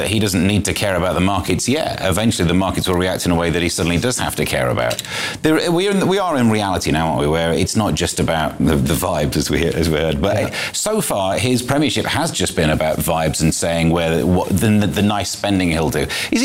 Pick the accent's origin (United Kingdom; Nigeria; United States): United Kingdom; Midlands; Obviously, I'm from the Midlands.